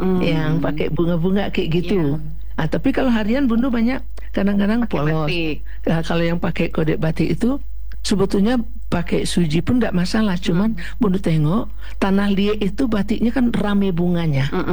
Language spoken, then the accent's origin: Indonesian; West Sumatra, Indonesia